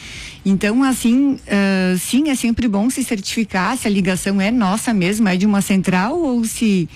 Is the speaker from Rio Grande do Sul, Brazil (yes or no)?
yes; Rio Grande do Sul, Brazil; accent: our local accent; às vezes até o sotaque nosso aqui, eu digo, tu consegue reconhecer que é uma pessoa daqui.